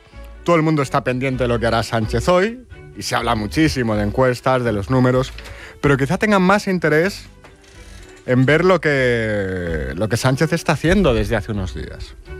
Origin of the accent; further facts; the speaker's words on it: Spain; los españoles nos partimos la cara